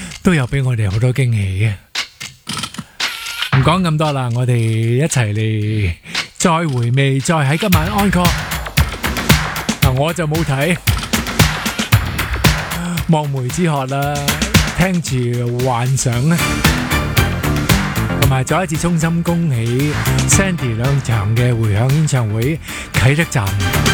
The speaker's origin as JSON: {"language": "Cantonese", "country": "Hong Kong", "said": "我哋香港人"}